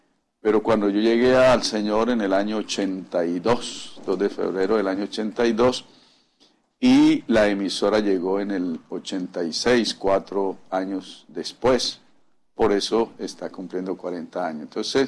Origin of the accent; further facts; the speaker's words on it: Guaymaral, Bogotá, Colombia; y yo pues soy de Guaymaral